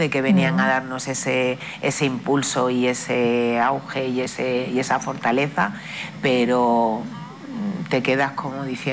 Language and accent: Spanish; Ceuta, Spain; en Ceuta y en Melilla pues se vive una singularidad especial, ¿no? Parece que somos más españoles.